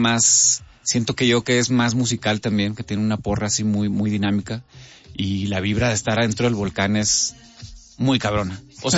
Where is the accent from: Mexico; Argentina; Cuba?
Mexico; Monterrey, Nuevo León; Híjole, pues es Monterrey Centro. Crecí entre las Mitras. Luego ya me hice San Petrino.